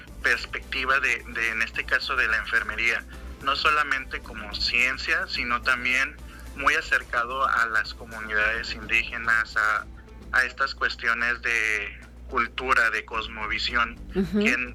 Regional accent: Tamazunchale, San Luis Potosí, Mexico; also born or lived in Ciudad Valles; soy originario de Tamazunchale. Nací en Valles, ajá, pero, o sea, toda mi vida he vivido en Tamazunchale.

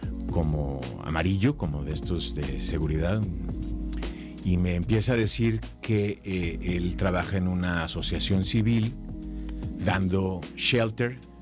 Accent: Mexico; Soy mexicano, soy turista

